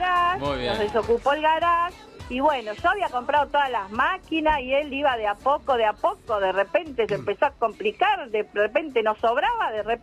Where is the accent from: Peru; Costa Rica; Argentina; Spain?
Argentina; Buenos Aires; moved away as an adult; now in Merlo, San Luis, Argentina; Soy porteña, nacida en Parque de los Patricios, hincha de Huracán.